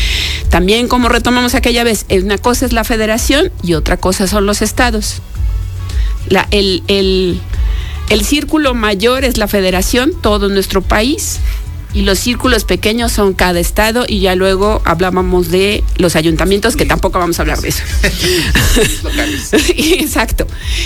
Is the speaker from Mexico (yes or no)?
yes; Mexico; nuestro país, nuestro México